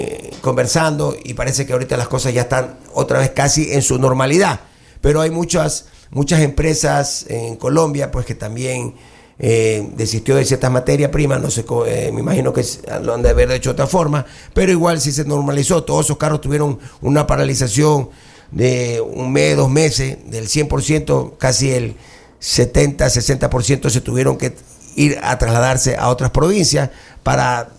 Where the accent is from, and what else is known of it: Ecuador